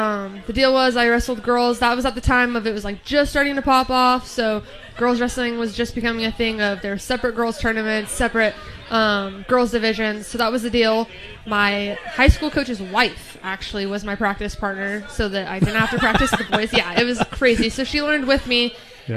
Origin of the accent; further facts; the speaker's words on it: Idaho, United States; moved away as an adult; now in West Virginia, United States; So I'm originally from Idaho